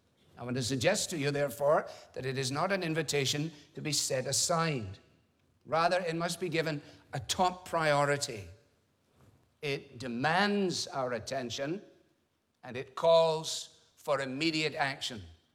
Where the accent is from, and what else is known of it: Scotland, United Kingdom